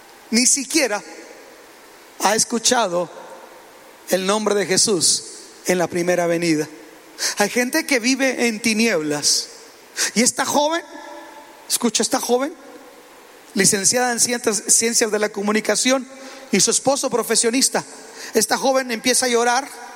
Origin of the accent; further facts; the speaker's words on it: Ciudad Juárez, Chihuahua, Mexico; soy de Juárez, una ciudad asentada en un monte